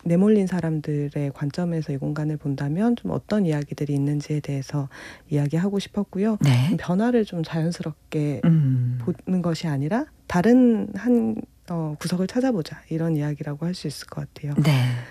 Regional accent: Seoul, South Korea; 제가 또 상계동은 어렸을 때 살던 곳이기도 했거든요.

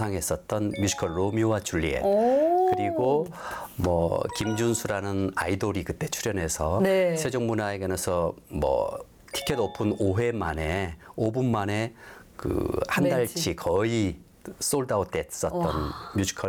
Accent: Gwangju, South Korea; 아, 그럼요. 저는 광주 출생이고요. 고등학교, 대학교까지 광주에서 나왔었고요.

